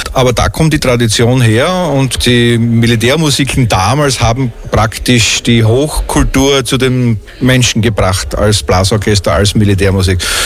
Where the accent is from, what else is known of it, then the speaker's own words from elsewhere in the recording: Styria, Austria; moved away as an adult; Ich komme ursprünglich aus der Steiermark und bin dort auch als Militärmusiker tätig gewesen.